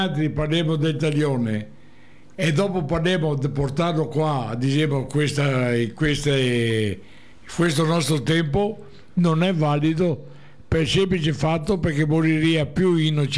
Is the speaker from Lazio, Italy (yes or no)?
no; Venice, Veneto, Italy; mi sono veneziano